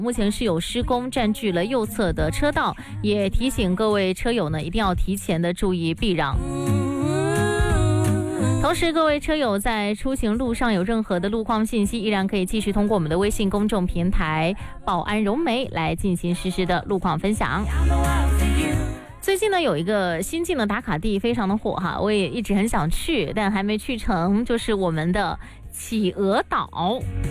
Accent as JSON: {"language": "Chinese", "town": "Shenzhen", "region": "Guangdong", "country": "China"}